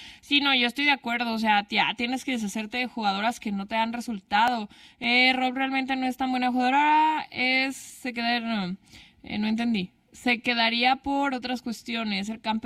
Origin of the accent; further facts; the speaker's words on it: Mexico; born there; no, yo sí soy mexicana, mi familia es la española, pero yo nací aquí.